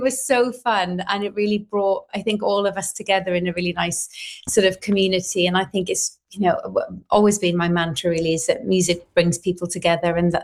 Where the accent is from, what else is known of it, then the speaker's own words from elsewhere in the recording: Neath, Wales, United Kingdom; growing up in Neath